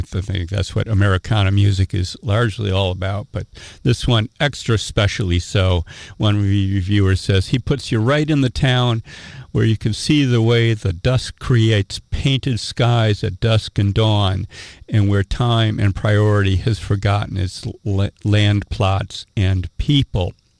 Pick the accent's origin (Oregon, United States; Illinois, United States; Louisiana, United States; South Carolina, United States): Illinois, United States; moved away; both he and I hail from the Chicago suburbs. And in fact, we shared high school buddies up there on the near northern suburbs of Chicago.